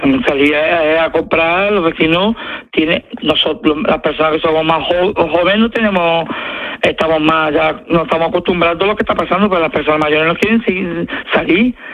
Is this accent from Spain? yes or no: yes; Spain; born there